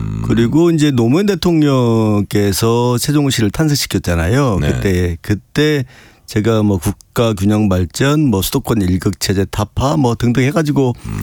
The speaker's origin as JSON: {"language": "Korean", "region": "Sejong", "country": "South Korea", "tie": "born or raised there", "said": "그때는 인구가 10만밖에 안 됐었으니까 이분에 그때는 뭐 토박이었으니까"}